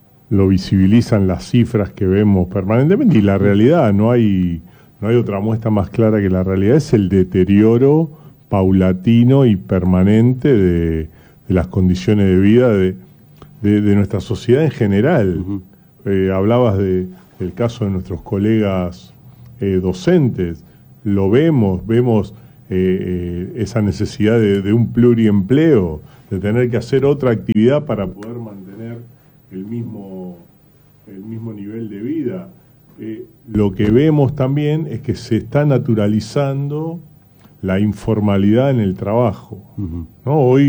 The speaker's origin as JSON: {"language": "Spanish", "region": "Buenos Aires Province", "country": "Argentina", "said": "como argentinos, como bonaerenses y en nuestro caso particular como peronistas"}